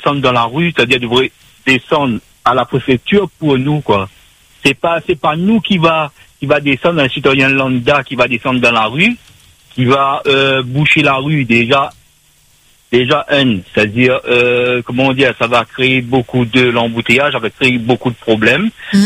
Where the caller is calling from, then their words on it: Réunion; c'est nous-mêmes les Réunionnais.